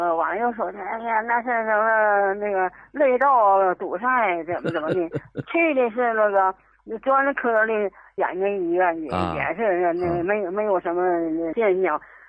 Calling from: Shenyang, Liaoning, China; 我是沈阳的一个老太太，

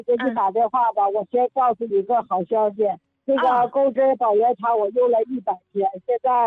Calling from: Shenyang, Liaoning, China; 我家沈阳的。

